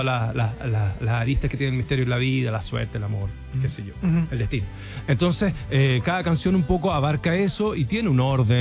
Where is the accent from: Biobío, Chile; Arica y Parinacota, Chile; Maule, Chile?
Biobío, Chile; Concepción; nosotros que somos de Concepción